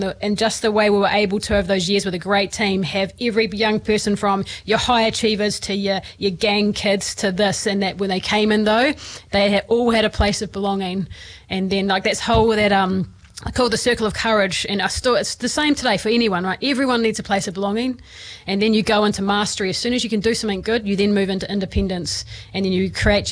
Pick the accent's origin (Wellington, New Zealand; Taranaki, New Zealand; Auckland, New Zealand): Taranaki, New Zealand; Inglewood; So growing up in England was awesome.